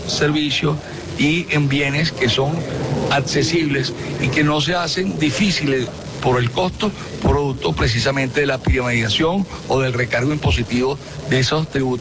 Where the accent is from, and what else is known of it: Venezuela